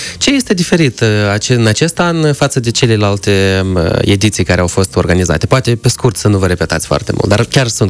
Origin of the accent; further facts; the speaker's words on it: Chișinău, Moldova; pentru mine special ca un chișinăuian